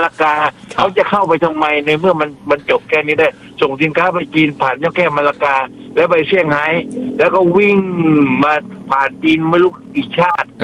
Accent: Southern Thailand, Thailand; ผมเป็นคนใต้แท้ๆเลยผมก็รักภาคใต้

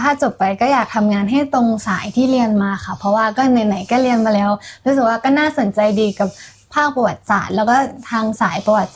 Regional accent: Phrae, Thailand; moved away as an adult; now in Bangkok, Thailand; โตที่แพร่ค่ะ

